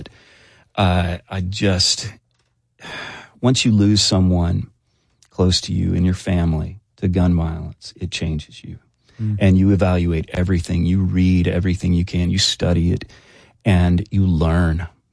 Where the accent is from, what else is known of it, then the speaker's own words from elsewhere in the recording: Alabama, United States; my grandparents were military, and I grew up in Alabama, and I'm from a very traditional background.